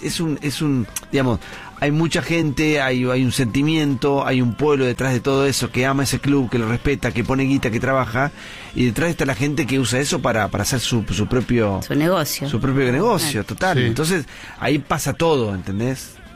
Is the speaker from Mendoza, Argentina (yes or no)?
no; Buenos Aires, Argentina; born there; Nací en Boedo.